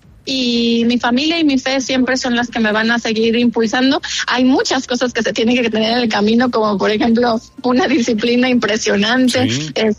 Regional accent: Mexico

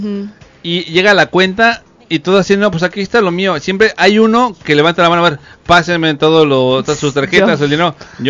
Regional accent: Yucatán, Mexico; Y son preparados en Yucatán también, orgullosamente de donde soy, obviamente, orgullosamente.

